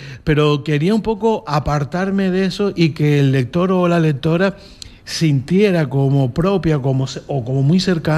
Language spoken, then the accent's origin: Spanish; Arrecife, Canary Islands, Spain; Y yo, que he nacido aquí, que he vivido siempre en Arrecife, que me he criado, que salvo la época en la que estuve fuera estudiando y demás